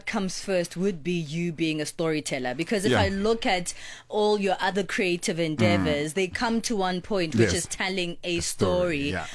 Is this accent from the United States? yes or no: no; South Africa; I'm South African, it doesn't matter where I am in the world.